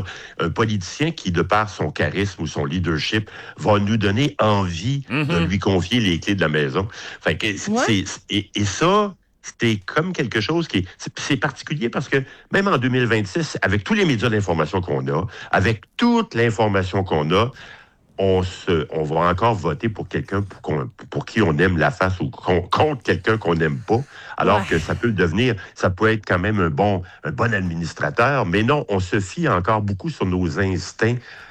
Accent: Quebec, Canada; chez nous au Québec

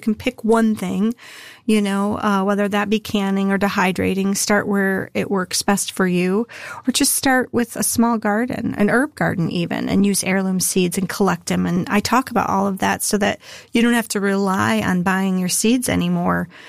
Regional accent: Midwest, United States

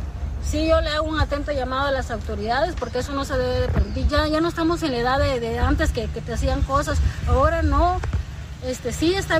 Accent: Campeche, Mexico; Nosotros salimos a las 4 de la tarde de trabajar y somos de Campeche y venimos a buscar

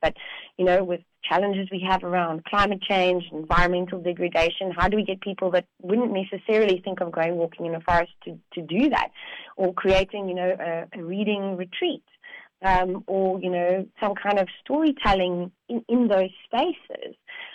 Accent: South Africa; me being proudly South African

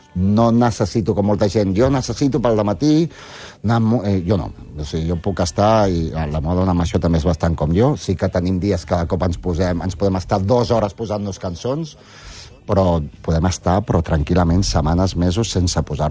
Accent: Barcelona, Catalonia, Spain; born there; Jo vaig estudiar al Vall d'Hebron, a l'EGB, a l'EGB, al Pau Casals i al Bupi Cou, al Narcís Monturiol, i jo movia molt doncs, pel Vall d'Hebron i Horta.

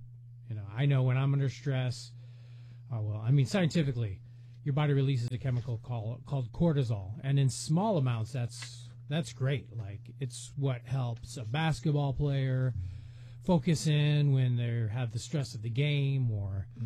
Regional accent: Midwest, United States; now in Bethel, Alaska, United States; I'm originally from the Midwest, been a United States citizen, born into the U.S.

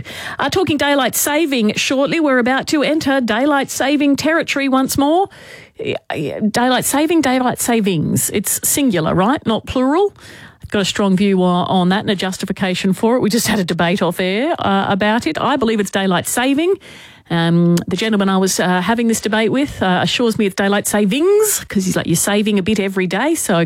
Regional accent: Queensland, Australia; I am a Queenslander by birth. If you have not heard me declare that before, I am a Queenslander by birth. So I spent my formative years there.

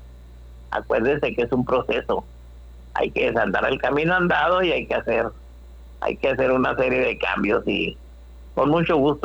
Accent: Galicia, Spain; Yo nunca, también soy de Galicia, así que.

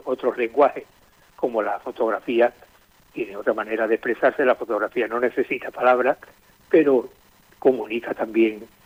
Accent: Andalusia, Spain; Yo soy andaluz y no tengo que estar reafirmándome.

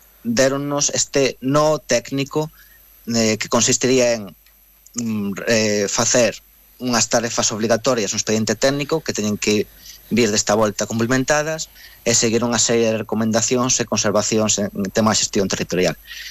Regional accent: Monforte de Lemos, Galicia, Spain; also born or lived in Pobra do Brollón; eu nacín en Pobra do Brollón e vivo en Monforte dende hai moito tempo, criei-me ali.

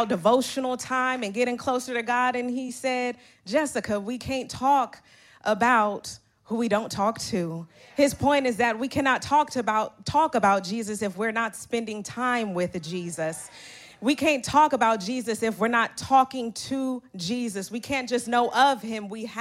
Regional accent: Oakland, California, United States; I'm really from Oakland. I know that if I want a hoagie from Meals on Seminary, they're closed on Sunday and they only take cash. I refuse to call it International Boulevard or East 14th.

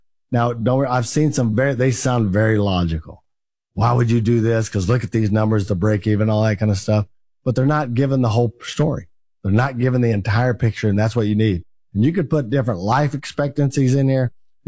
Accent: Texas, United States; Well, nobody in my family, we're rednecks from East Texas. Nobody ever lives past 70.

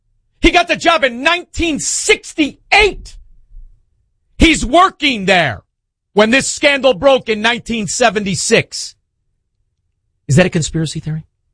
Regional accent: Melrose Park, Illinois, United States; Keep in mind, I'm from Melrose Park.

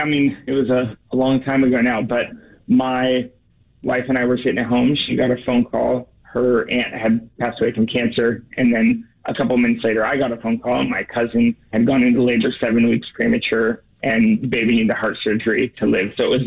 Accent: Portland, Oregon, United States; So I grew up in Portland, Oregon.

